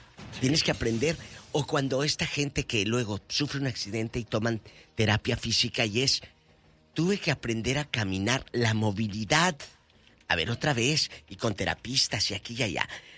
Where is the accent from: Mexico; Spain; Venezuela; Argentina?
Mexico; Matamoros, Tamaulipas; De Matamoros, de mi tierra.